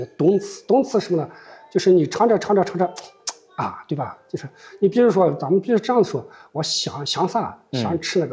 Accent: Xinjiang, China; 我们新疆有一个一句话

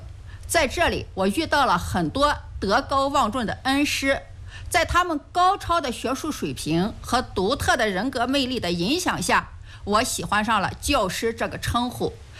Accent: Pingluo, Ningxia, China; 我的中学时代是在平罗中学度过的，平中是一所县域高中

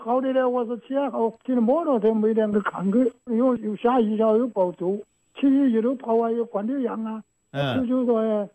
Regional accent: Zhejiang, China; 我是浙江的，我浙江白州的。

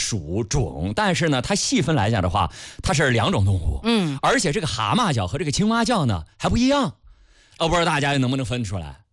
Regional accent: Dingzhou, Hebei, China; 问一下咱们定州老乡们

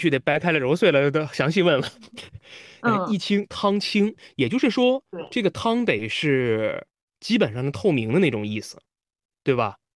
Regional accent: Shanxi, China; 因为我是山西人，我也爱吃面

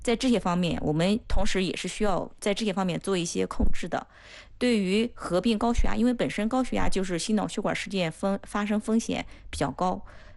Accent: China

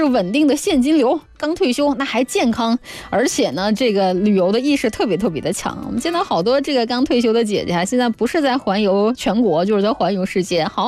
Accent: Jilin, China; 吉林，我老家

